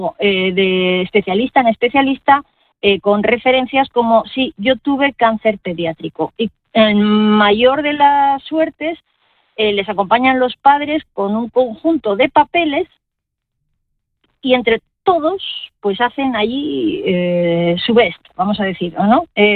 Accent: Navarre, Spain; qué afortunados soy los de Navarra

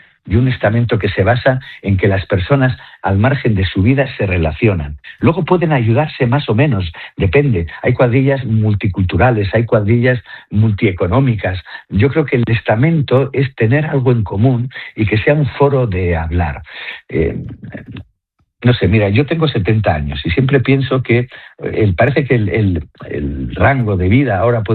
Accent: Basque Country, Spain; yo soy vasco

